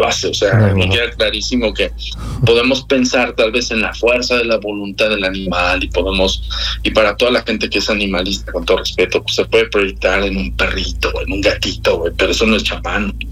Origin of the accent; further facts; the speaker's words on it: Mexico; ni siendo mexicano, soy así como, claro, idiático.